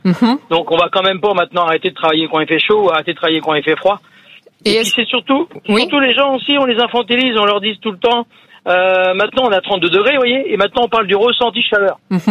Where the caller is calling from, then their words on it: Normandy, France; Du département de l'Eure, en Normandie.